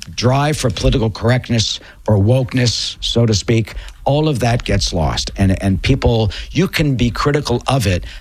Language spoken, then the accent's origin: English; New York, United States; I grew up in Manhattan, in New York, and would go by the Museum of Natural History all the time.